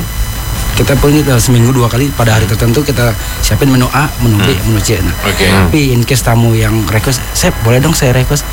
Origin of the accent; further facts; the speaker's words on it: Sumatra, Indonesia; now in Semarang, Indonesia; saya bukan orang Semarang, saya coba angkat yang daerah saya nih, dari Sumatera.